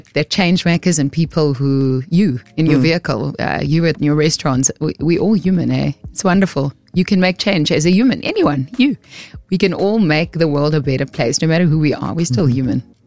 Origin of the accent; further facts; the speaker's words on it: Cape Town, Western Cape, South Africa; I'm from Cape Town, from the Cape Flats.